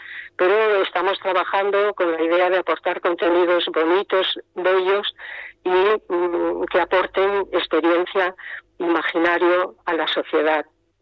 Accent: Galicia, Spain; Catalan is a second language; now in Barcelona, Spain; parlo una mica difícil, una mica català, però parlo, i sí, sí, bueno, soc en gallega, però bueno, considero de Barcelona perquè porto molts anys aquí.

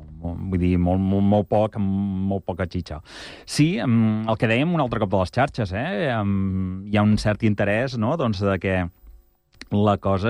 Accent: Igualada, Catalonia, Spain; jo sóc d'Igualada

